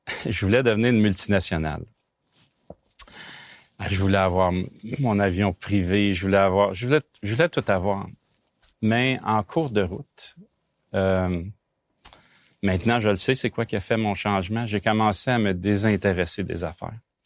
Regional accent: Laval, Quebec, Canada; Moi, je suis originaire de Laval. Je suis né à Fabreville. Et puis, j'ai vécu mon enfance dans ces coins-là. Mon école était près.

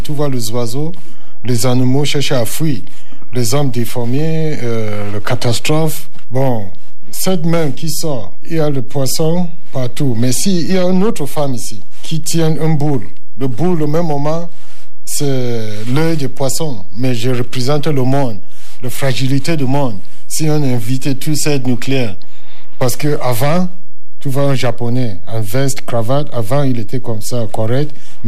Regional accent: Bamenda, Northwest Region, Cameroon; now in Cévennes, France; je suis Camerounais d'origine, oui, anglophone, de Bamenda, Mankon, ça c'est la zone anglophone de Cameroun. Comme je suis marié ici dans la Cévenne, donc c'est ça qui m'a fait venir vivre ici à côté de mes beaux-parents.

